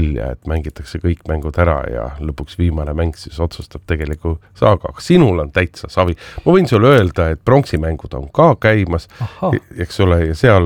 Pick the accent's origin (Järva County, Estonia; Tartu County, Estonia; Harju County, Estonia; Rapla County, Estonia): Tartu County, Estonia; Tartu; born there; ma olen sünnilt, olen tartlane.